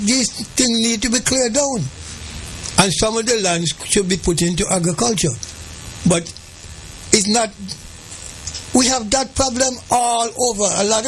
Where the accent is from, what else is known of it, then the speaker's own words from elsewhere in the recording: Liberta, Saint Paul, Antigua & Barbuda; I'm from Liberta, right?